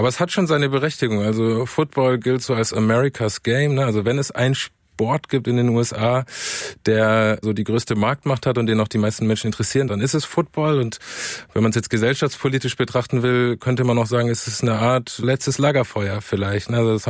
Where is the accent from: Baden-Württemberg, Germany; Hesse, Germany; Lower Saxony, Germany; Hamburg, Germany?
Baden-Württemberg, Germany; Pforzheim; also ich komme aus Pforzheim.